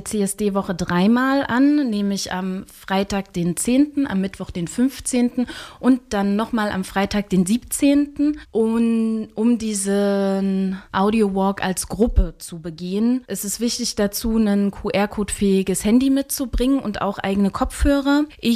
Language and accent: German; Thuringia, Germany; Also gerade dort, wo ich herkomme, aus Thüringen